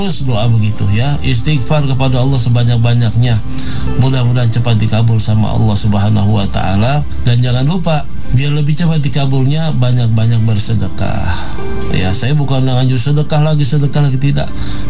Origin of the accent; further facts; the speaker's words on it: Jakarta, Indonesia; Di kampung saya di Jakarta